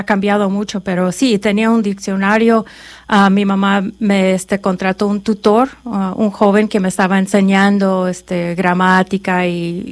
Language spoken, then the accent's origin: Spanish; Morelia, Michoacán, Mexico; born there; Spanish is a second language; also born or lived in United States; Y nos fuimos a Morelia, Michoacán, y ahí yo crecí, ahí en Morelia.